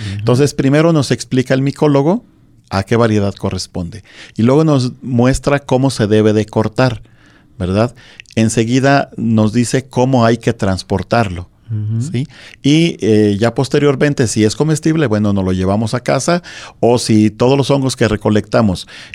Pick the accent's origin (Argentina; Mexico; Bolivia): Mexico; Mixtlán, Jalisco; Es un pueblo que estamos ubicados en lo que es la región Sierra Occidental del estado de Jalisco.